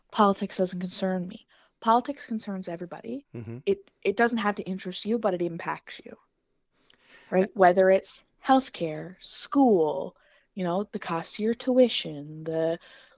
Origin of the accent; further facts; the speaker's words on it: Newfoundland and Labrador, Canada; So, I was like born and raised in Labrador West, so it's definitely been a big part of my life.